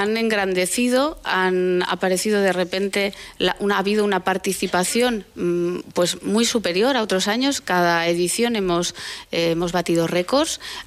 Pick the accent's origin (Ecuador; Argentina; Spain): Spain; Aragon; now in Barbastro, Spain; que yo vivo en Barbastro, pero procedo de la Ribagorza, de esos pequeños pueblos, de esas casas que te he comentado